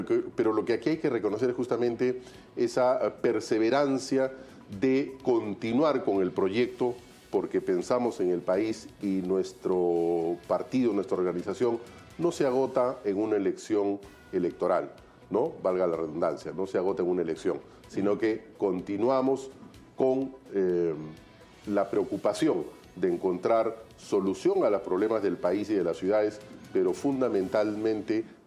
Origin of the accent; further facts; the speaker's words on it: Arequipa, Peru; now in Lima, Peru; yo soy un limeño, obviamente, por elección, pero yo soy arequipeño, vine muy joven, como la mayoría de los provincianos, a Lima, a, obviamente, estudiar.